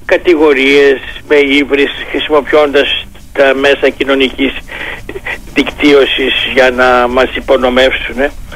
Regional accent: Greece

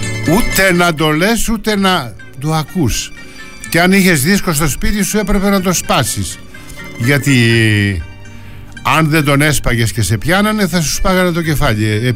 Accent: Greece

